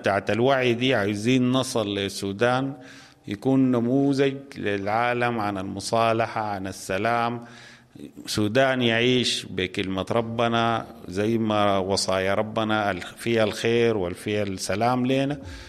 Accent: Sudan; احنا كسودانيين

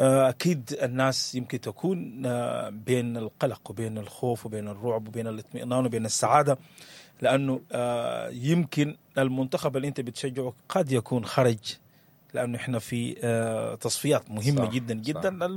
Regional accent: Sudan; وإحنا كسودانيين

